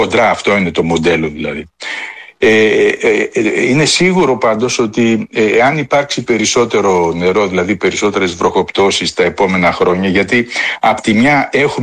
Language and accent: Greek; Athens, Attica, Greece; Εγώ πιτσιρικά θυμάμαι που μεγάλωσα στην Αθήνα, υπήρχαν περίοδοι που καίγαν τα πόμολα